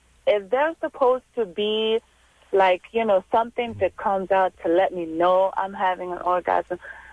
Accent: Louisiana, United States; I'm from Louisiana.

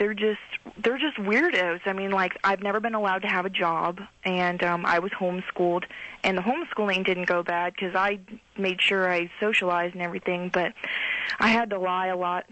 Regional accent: England, United Kingdom; now in France; Sorry, I live in France. I'm an Englishman.

